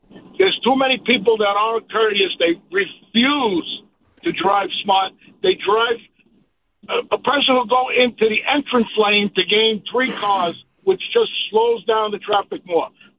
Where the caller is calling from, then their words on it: New York City, New York, United States; I live in Brooklyn, around by the Verrazano Bridge.